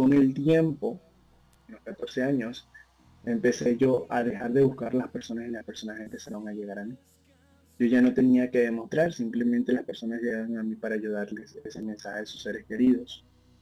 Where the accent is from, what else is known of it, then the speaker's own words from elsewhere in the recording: Venezuela; also born or lived in Argentina; now in Spain; ya estando soy venezolano, me fui a Argentina, estando en Argentina me fui a España, bien, junto con mi familia